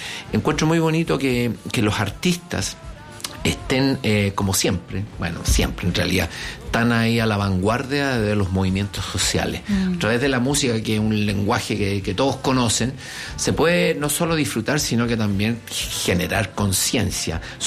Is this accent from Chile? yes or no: yes; Chile; lo que somos como chilenos